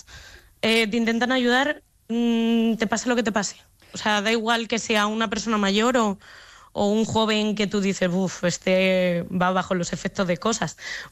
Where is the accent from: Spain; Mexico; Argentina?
Spain; Extremadura; accent: Madrid; also born or lived in Madrid; now in Ireland